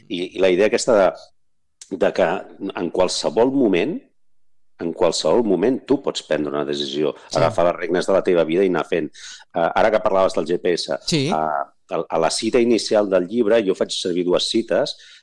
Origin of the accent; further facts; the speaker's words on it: Sant Joan de les Abadesses, Catalonia, Spain; vaig fer una celebració de gent que fèiem 50 anys al meu poble, que és Sant Joan de les Abadesses